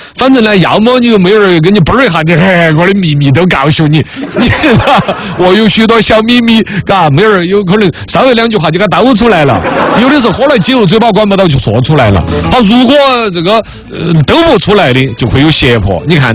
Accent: China

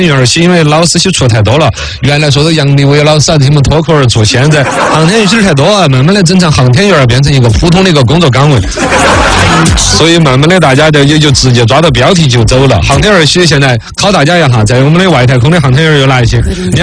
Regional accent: Chengdu, Sichuan, China; 我们成都人噻

